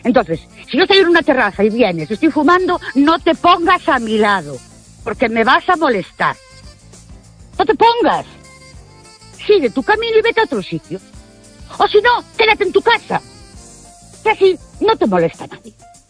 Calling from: Ourense, Galicia, Spain; de Ourense.

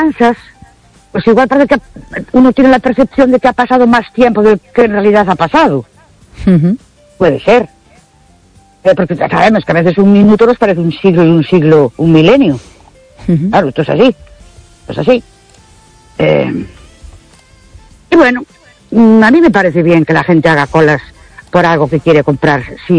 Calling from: Ourense, Galicia, Spain; de Orense.

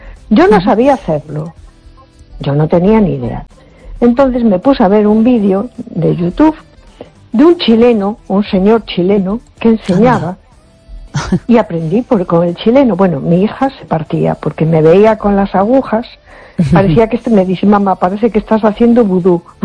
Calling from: A Coruña, Galicia, Spain; de Coruña.

